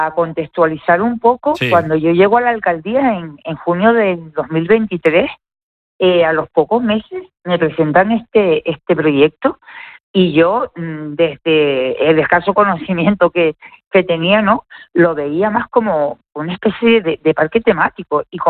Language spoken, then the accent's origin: Spanish; Guía de Isora, Canary Islands, Spain; yo que soy de Guía Casco